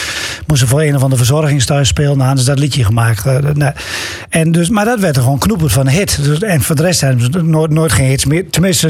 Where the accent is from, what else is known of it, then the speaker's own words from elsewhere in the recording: Overijssel, Netherlands; maar die komt toevallig redelijk uit de regio, Luttenberg dan, waar ik dan zelf vandaan, of vlakbij waar ik vandaan kom, zeg maar. Dat is een paar dorpjes verderop.